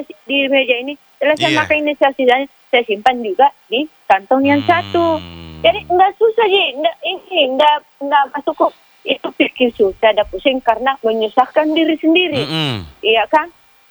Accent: Makassar, South Sulawesi, Indonesia; sebagai warga Kota Makassar yang baik

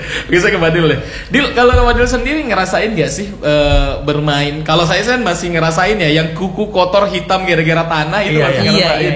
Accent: Sudiang, South Sulawesi, Indonesia; Saya juga orang sana.

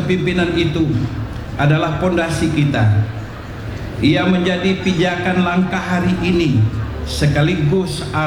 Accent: West Sumatra, Indonesia

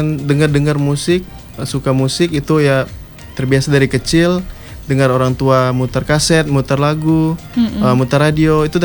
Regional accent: Sintang, West Kalimantan, Indonesia; SD, jadi SMP, SMA di Sintang

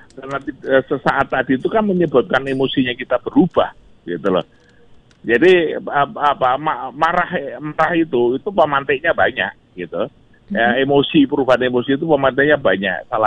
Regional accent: Java, Indonesia; saya sebagai orang Jawa yang kebetulan juga belajar dari Taman Siswa

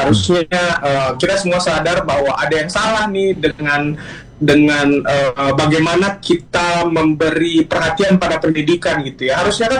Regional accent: Eastern Indonesia, Indonesia; Jadi buat kita pribadi yang berasal dari Indonesia Timur itu merasa ada kerinduan gitu ya.

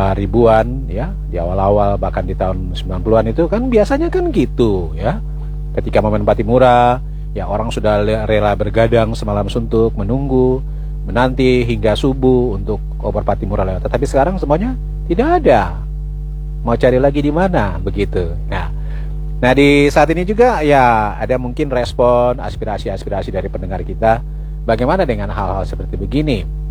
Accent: Maluku, Indonesia; merasa bangga sebagai orang Maluku

